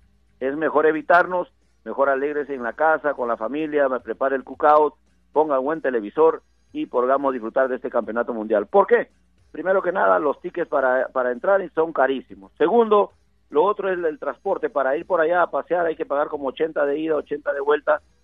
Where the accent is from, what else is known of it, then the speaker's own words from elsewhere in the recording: Peru; Y yo como peruano, lo tengo que decir, mi selección